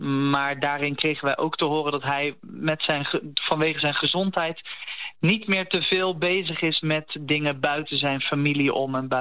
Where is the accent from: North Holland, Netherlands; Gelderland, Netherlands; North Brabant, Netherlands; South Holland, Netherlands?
South Holland, Netherlands; The Hague; Ik kom zelf ook uit Den Haag.